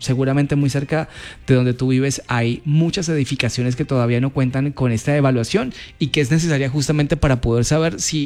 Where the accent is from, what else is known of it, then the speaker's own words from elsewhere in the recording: Cali, Valle del Cauca, Colombia; poder uno, como caleño, ayudar